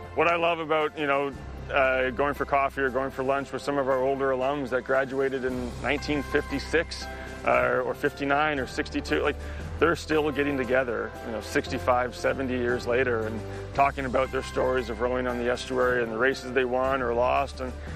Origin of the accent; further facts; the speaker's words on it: British Columbia, Canada; moved away as an adult; now in Berkeley, United States; I grew up near Vancouver, up in Canada. I came down to row for the team 20, 25 years ago